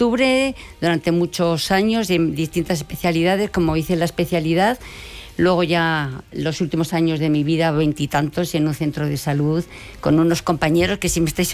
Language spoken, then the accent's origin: Spanish; Briviesca, Castile and León, Spain; now in Madrid, Spain; yo soy de Burros, bueno, de Briviesca